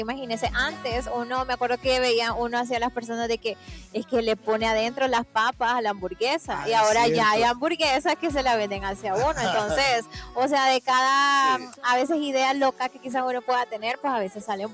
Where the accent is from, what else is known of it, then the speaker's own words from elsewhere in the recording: Santa Ana, El Salvador; recordad que como santanecos y obviamente como San salvadoreños nos podemos unir y hacer por supuesto la diferencia